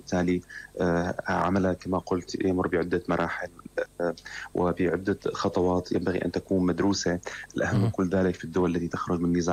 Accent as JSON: {"language": "Arabic", "country": "Syria", "said": "اشرحوا لنا كسوريين"}